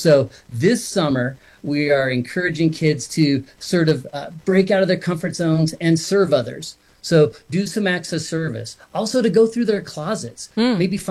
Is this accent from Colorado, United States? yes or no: yes; Boulder, Colorado, United States; because I grew up in Boulder, Colorado, in the suburbs.